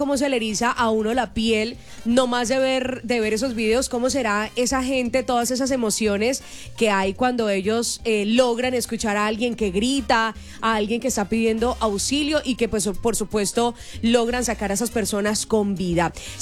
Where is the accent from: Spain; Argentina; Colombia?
Colombia; nosotros como colombianos somos muy berracos